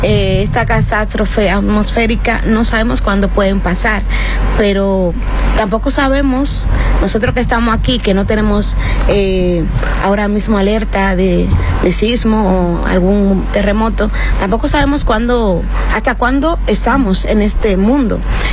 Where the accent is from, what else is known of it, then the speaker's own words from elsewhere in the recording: Dominican Republic; moved away as an adult; now in Spain; siempre digo que soy de un campo, del Cruce de San Rafael, un campo pequeño, pero en esa trayectoria también de infancia viví en Rancho Español, en Samaná, cuando recién nací. Y luego me fui de adolescente a Los Mameyes, Santo Domingo Este.